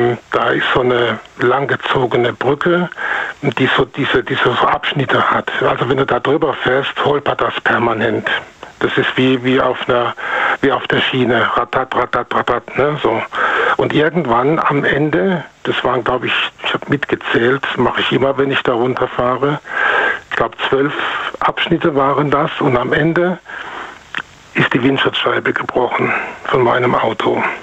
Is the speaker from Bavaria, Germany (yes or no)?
no; North Rhine-Westphalia, Germany; aus dem Rhein-Sieg-Kreis.